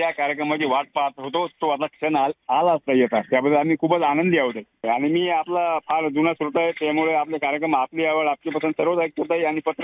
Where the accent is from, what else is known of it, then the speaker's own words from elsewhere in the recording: Govardhan, Maharashtra, India; born there; मी गोवर्धन तालुका रिसोड जिल्हा वाशिम इथून